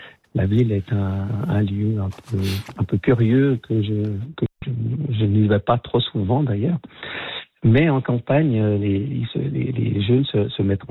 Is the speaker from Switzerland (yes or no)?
yes; Vaud, Switzerland; puisque je suis vaudois d'origine